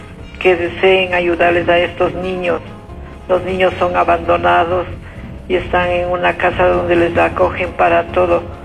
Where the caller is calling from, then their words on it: Quito, Pichincha, Ecuador; De aquí, de Chillogallo.